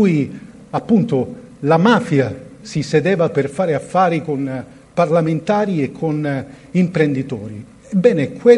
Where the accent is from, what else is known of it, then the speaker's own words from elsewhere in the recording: Palermo, Sicily, Italy; lo dico da palermitano